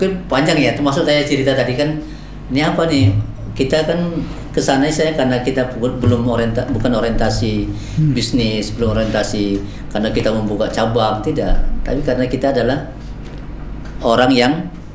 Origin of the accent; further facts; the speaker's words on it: Riau Islands, Indonesia; walaupun orang tahu kita ini dari Kepri, tapi siapa orang-orang Kepri yang akan bersama kita